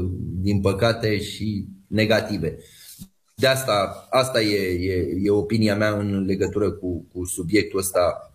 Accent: Romania

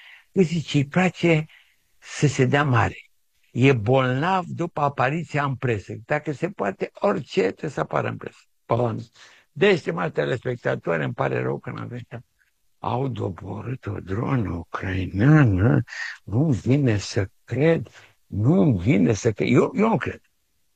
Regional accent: Romania; Noi suntem mândri ca românii subordonați lui Nicușor Dan

